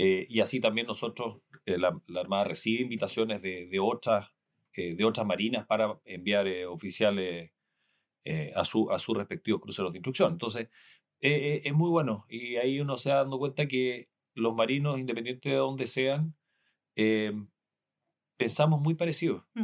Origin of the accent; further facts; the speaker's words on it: Chile; que nos conozcan nosotros como chilenos, cómo entregarles un poquitito de nuestra cultura